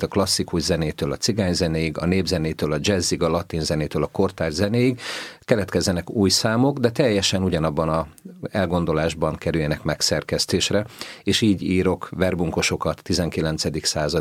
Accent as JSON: {"language": "Hungarian", "town": "Tápiószele", "region": "Pest", "country": "Hungary", "tie": "born or raised there", "moved": "as an adult", "said": "itt nőttem föl, gyermekkoromat itt töltöttem, igazából kamaszkoromat is, és egészen 20 éves koromig életvitelszerűen itt éltem Tápjószelén."}